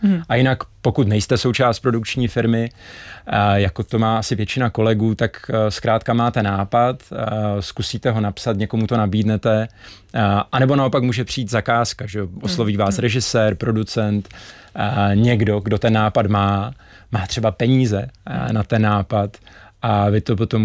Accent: Uherské Hradiště, Zlín Region, Czechia; now in Plasy, Czechia; A Uherské Hradiště, to je moje rodné město.

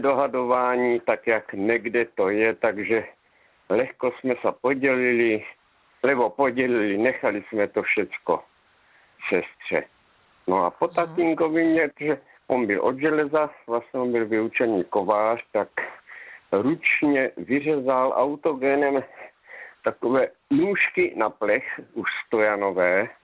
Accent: Zlín Region, Czechia; born there; now in Topolná, Czech Republic; tady v Topolné, ale pocházím z Luku.

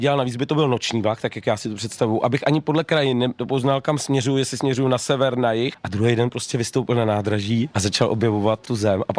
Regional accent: Trutnov, Hradec Králové Region, Czechia; moved away; also born or lived in Liberec; A protože pocházím z Trutnova

